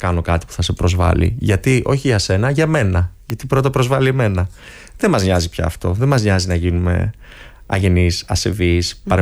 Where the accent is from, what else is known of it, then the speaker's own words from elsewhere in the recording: Greece; also born or lived in England; now in London, United Kingdom; φύγαμε εμείς από εδώ νομίζοντας, α, είμαστε Έλληνες